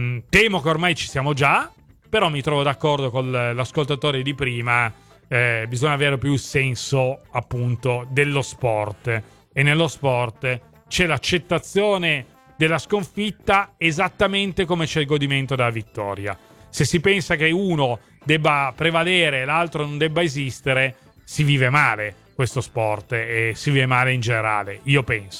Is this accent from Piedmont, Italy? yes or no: yes; Turin, Piedmont, Italy; Io sono privilegiato, io sono di Torino, quindi se voglio vedere la Juve ci metto un quarto d'ora di macchina.